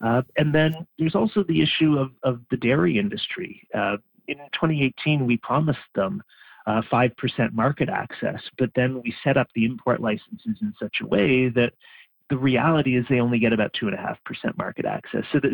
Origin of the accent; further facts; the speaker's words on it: Canada; here in Canada